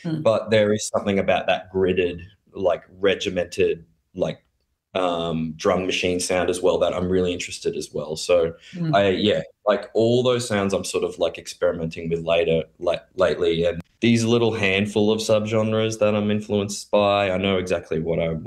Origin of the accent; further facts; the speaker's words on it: Gold Coast, Queensland, Australia; growing up on Gold Coast